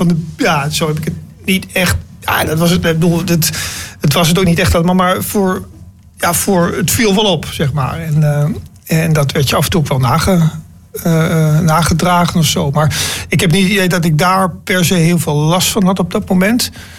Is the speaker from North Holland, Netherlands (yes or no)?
no; Stadskanaal, Groningen, Netherlands; born or raised there; also born or lived in Rotterdam